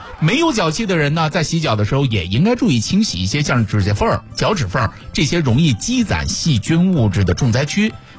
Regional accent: China; 我们中国人

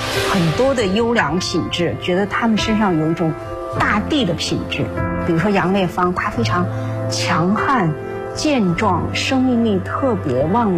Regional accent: Henan, China; 我从小我是在河南乡村出生的，我从小在这里生长

